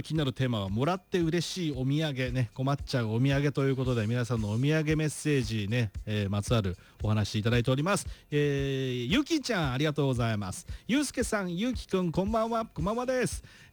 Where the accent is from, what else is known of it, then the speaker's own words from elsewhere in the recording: Tochigi, Japan; 私のふるさとの栃木県の佐野